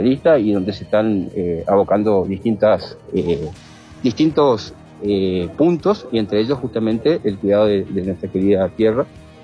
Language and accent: Spanish; Chaco, Argentina; yo totalmente soy psicólogo argentino, del Chaco, del norte, justamente estamos acá en el Chaco, y bueno, yo soy del Chaco argentino